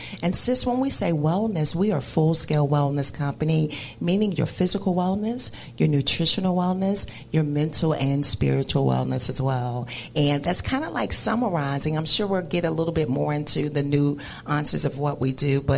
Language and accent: English; Atlanta, Georgia, United States; moved away; And I hail originally from Atlanta, Georgia.